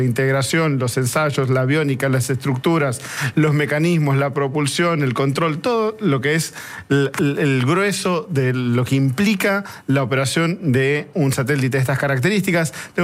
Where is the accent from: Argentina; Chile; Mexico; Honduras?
Argentina